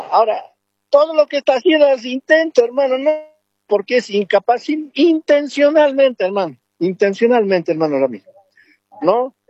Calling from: Cochabamba, Bolivia; Aquí, llamando de Cochabamba

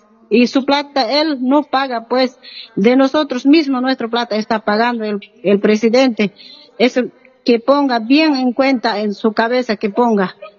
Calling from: Bolivia

